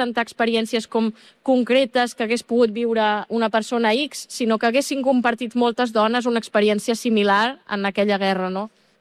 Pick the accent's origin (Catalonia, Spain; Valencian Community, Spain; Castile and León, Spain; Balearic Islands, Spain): Catalonia, Spain; now in Berlin, Germany; soc autora catalana, faig còmics i així